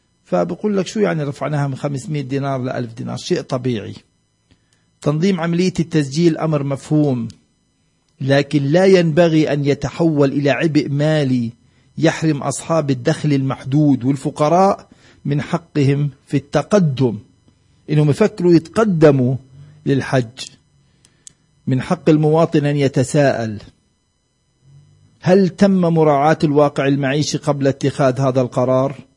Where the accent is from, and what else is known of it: West Bank, Palestine